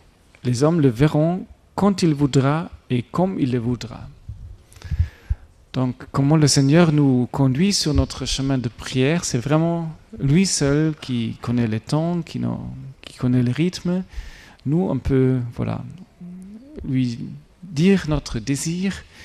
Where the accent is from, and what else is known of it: Germany; accent: German; French is a second language